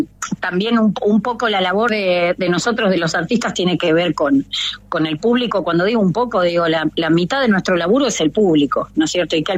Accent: Rosario, Santa Fe, Argentina; Yo venía trabajando en la ciudad de Rosario, que es mi ciudad natal

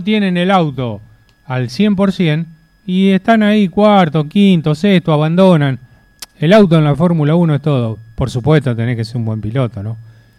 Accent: Argentina

